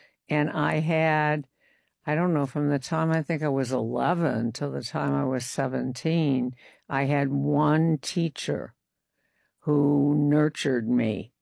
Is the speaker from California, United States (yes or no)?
no; Chicago, Illinois, United States; And I grew up in Chicago at 5.